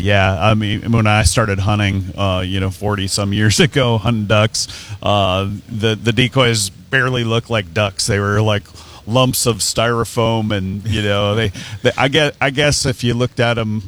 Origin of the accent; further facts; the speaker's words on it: Wisconsin, United States; I'm from Wisconsin